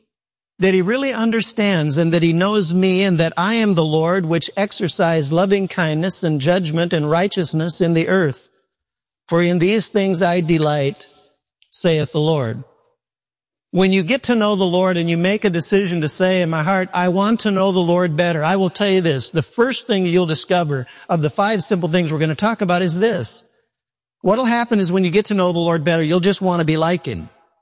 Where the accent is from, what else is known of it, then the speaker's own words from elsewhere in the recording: Midwest, United States; I mean, the lightning was something I've never seen, and I'm from the Midwest.